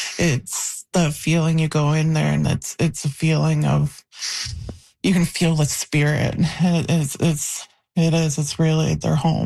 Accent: Newfoundland and Labrador, Canada; We're erased from Newfoundland curriculum. We're erased from public buildings. They tell the stories they want to tell, but this is our story. It was written, it was developed by Innu people, the way we see in it, the way we lived it

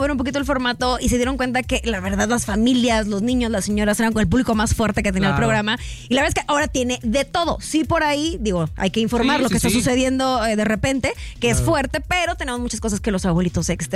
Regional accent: Monterrey, Nuevo León, Mexico; now in Mexico City, Mexico; soy de Monterrey, a lo mejor será como también chapada la antigua

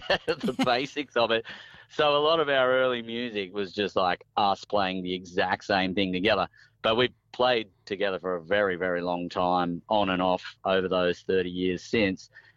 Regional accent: Coffs Harbour, New South Wales, Australia; moved away as an adult; also born or lived in Northern Rivers; So, yeah, we grew up in Coffs.

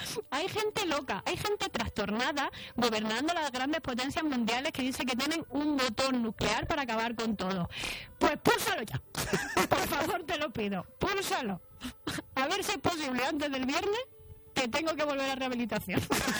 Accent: Cuenca, Castilla-La Mancha, Spain; Y la otra, que soy de Cuenca, cojones.

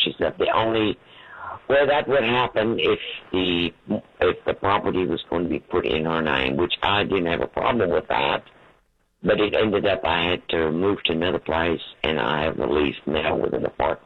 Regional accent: Germany; I was born and raised in Germany.

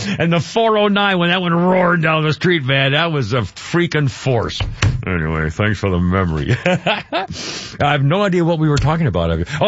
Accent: New England, United States; the first one I saw as a kid growing up in New England when I was probably, I don't know, I guess 15, 14, no, maybe 13, 14.

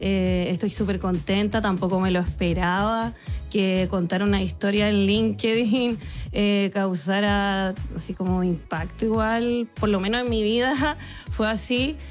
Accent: Valparaíso, Chile; also born or lived in Santiago; porque yo soy de Valparaíso, de región. Perfecto. Además, de, o sea, nací acá en Santiago, pero me fui a Valparaíso a vivir, y igual tener una infancia llena de arte, cultura

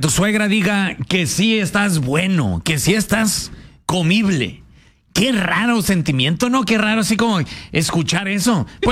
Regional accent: Ciudad Obregón, Sonora, Mexico; Sí, la boda fue en una casa allá en Obregón, Sonora, de donde soy yo.

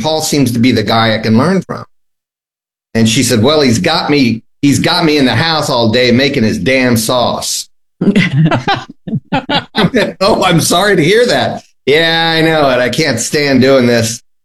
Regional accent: Ohio, United States; moved away; I grew up in Ohio, middle of Ohio

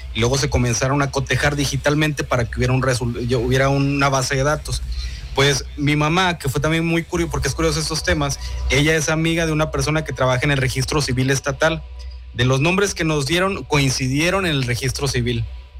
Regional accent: San Juan del Río, Durango, Mexico; en mi pueblo es el segundo colonizado aquí en el estado de Durango. El primero fue Nombre de Dios y luego fue San Juan de Río en las misiones franciscanas.

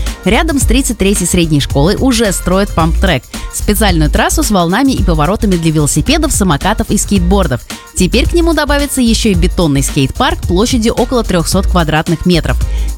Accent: Daugavgrīva, Riga, Latvia; мне эта новость весьма близка, так как я сама выросла в Даугавгриве, а это буквально по соседству с Болдырае.

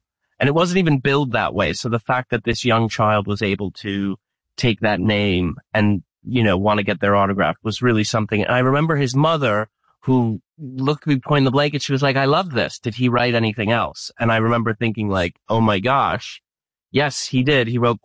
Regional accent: Scranton, Pennsylvania, United States; I was thinking this would be really fun to do in my hometown of Scranton, Pennsylvania.

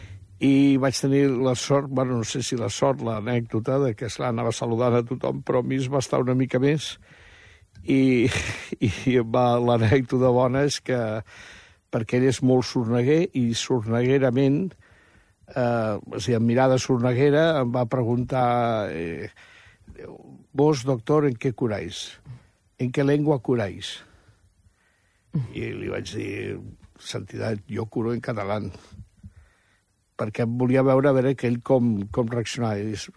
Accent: Barcelona, Catalonia, Spain; aprofito per dir, com a barceloní, que és obvi que no em fa res manifestar el meu rebuig a les tantes botigues de souvenirs que hi ha a Barcelona

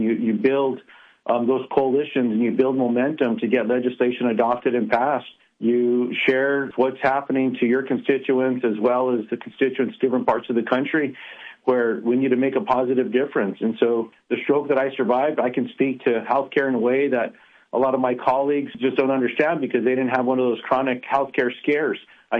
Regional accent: New Mexico, United States; Look, I'm very proud to be born and raised in New Mexico.

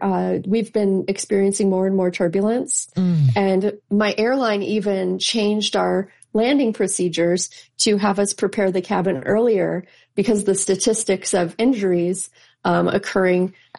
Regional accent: Arizona, United States; I'm from Arizona originally, and I'm based in Phoenix.

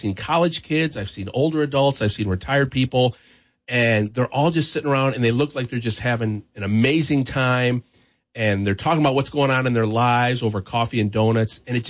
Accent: Battle Creek, Michigan, United States; he and I grew up in Battle Creek together

